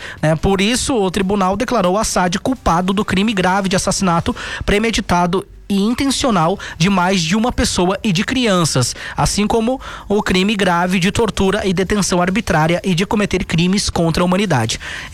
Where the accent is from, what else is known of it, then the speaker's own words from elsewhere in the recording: Brazil; nós somos brasileiros de uma certa forma